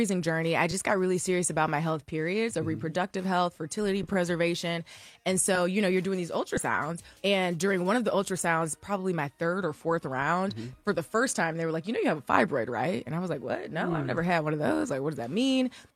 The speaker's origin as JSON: {"language": "English", "town": "Toledo", "region": "Ohio", "country": "United States", "tie": "born or raised there", "said": "But being from Ohio, growing up in Toledo, thank God my parents are still here and they're so present and active in my life."}